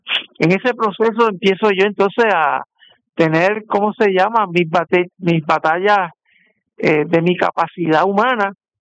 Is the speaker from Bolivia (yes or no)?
no; Humacao, Puerto Rico; now in Bayamón, Puerto Rico; Es correcto, nacido y criado en Humacao, pero crecido ya hará unos casi 40 años en barrio Buenavista de Bayamón.